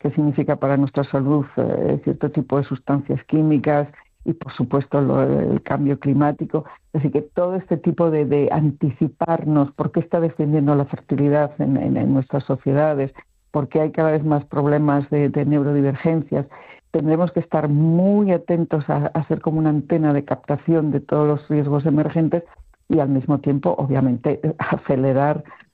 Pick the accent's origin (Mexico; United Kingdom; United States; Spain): Spain; Asturias; siendo asturiana y hablando con amigos asturianos